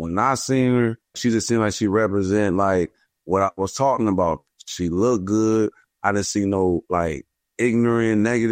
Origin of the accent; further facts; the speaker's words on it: Youngstown, Ohio, United States; Youngstown, Ohio. That's where I'm from Ohio.